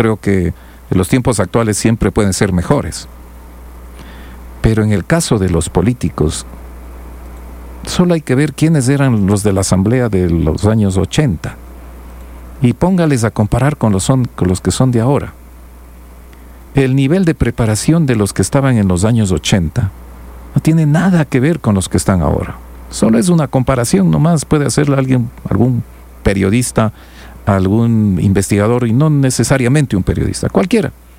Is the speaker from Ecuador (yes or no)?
yes; Ecuador; Es lo que somos, quizás los ecuatorianos, en los actuales momentos